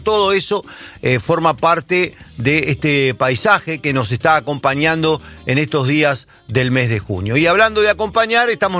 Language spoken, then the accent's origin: Spanish; Uruguay; los futboleros que somos nosotros los uruguayos